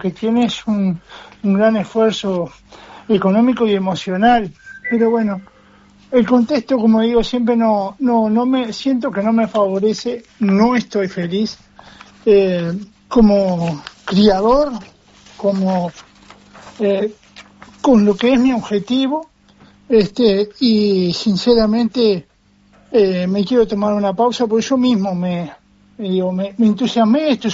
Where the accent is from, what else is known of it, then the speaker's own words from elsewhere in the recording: Castillos, Rocha, Uruguay; yo me crié entre las carreras de caballo, pero en el interior, yo soy nacido y criado en Castillos